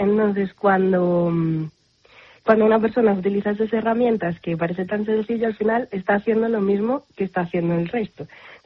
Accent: Pontedeume, Galicia, Spain; hacerlo desde Pontedeume, desde mi pueblo

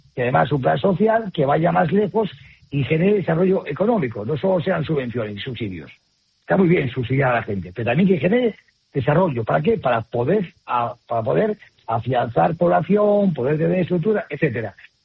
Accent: Spain; Somos los españoles

